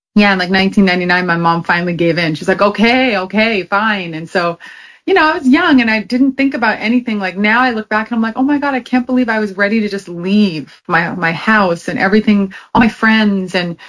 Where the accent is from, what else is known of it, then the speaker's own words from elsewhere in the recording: Paradise, Newfoundland and Labrador, Canada; moved away; I grew up in Newfoundland. I was born there in St. John's. I grew up in Paradise. I lived in Paradise my whole life in the same house. I was there until I was about, it was 1999 we moved.